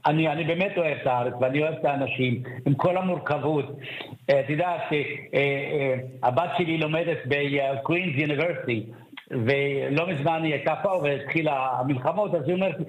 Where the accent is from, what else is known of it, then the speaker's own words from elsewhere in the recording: Canada; אני למען הגילוי הנאות, אני גם קנדי